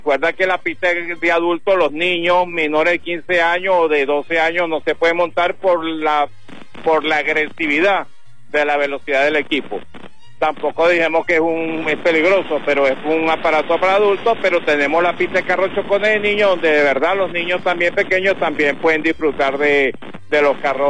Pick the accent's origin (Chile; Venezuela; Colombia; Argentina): Venezuela; Y aquí en Venezuela, recuerda que nosotros somos venezolanos. Hemos salido a otros países, pero Venezuela es nuestro país. Siempre estaremos aquí en Venezuela.